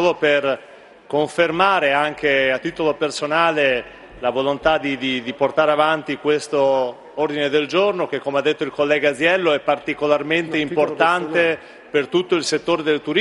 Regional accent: Emilia-Romagna, Italy; io vengo dall'Emilia Romagna, la Riviera Romagnola rappresenta non solo un'impresa, ma rappresenta nella maggior parte dei casi una storia familiare

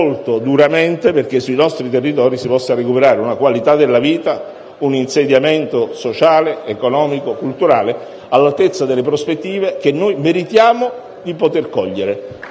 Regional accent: Naples, Campania, Italy; Vengo da Napoli

